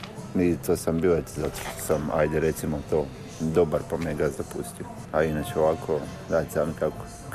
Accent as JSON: {"language": "Croatian", "town": "Vinkovci", "region": "Vukovar-Syrmia County", "country": "Croatia", "tie": "born or raised there", "moved": "as an adult", "lives_now": "Susak, Croatia", "said": "Rodom iz Vinkovaca, petero djece. To danas mi je ravno 6 mjeseci kako sam došao na Suzak."}